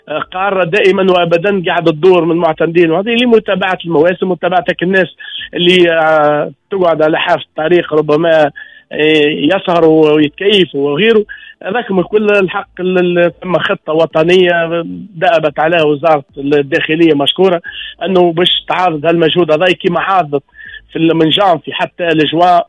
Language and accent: Arabic; Tunisia; ما ثماش مطر عندنا في الشمال الغربي بصفة عامة